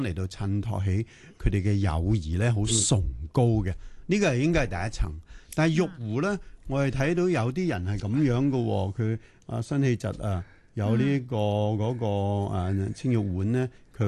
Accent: China; 我哋中國人咧好中意咧，嗰啲讀書人夜晚瞓唔著啊嘛

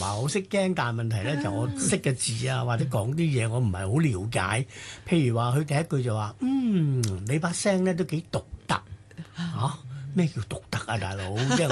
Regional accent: Hong Kong Island, Hong Kong; 嗰時 住柴灣第一段啊

